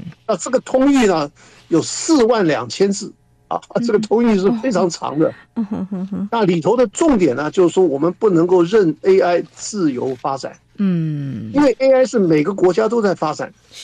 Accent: Taiwan; 那像我们台湾这边呢，我们的法律呢只是一些规

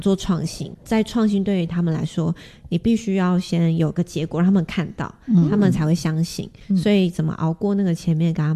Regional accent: Penghu County, Taiwan; 我们澎湖这边是八卦流、嗯、就是水流是四面八方乱窜的

